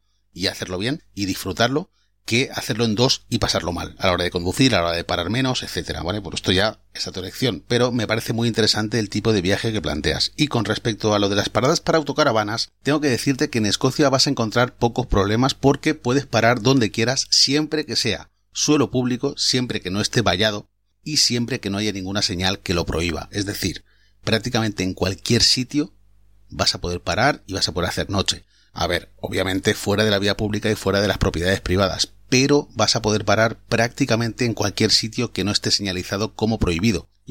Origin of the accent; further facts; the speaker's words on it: Valencia, Valencian Community, Spain; now in Edinburgh, United Kingdom; yo soy de Valencia